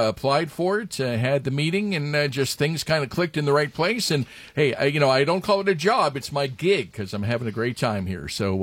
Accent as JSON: {"language": "English", "town": "Niles", "region": "Ohio", "country": "United States", "tie": "born or raised there", "also_born_or_lived": "New Jersey", "moved": "as an adult", "said": "I was born and raised in Niles."}